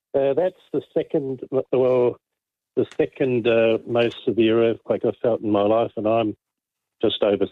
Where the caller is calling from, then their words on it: Beaconsfield, Victoria, Australia; I'm out at Beaconsfield.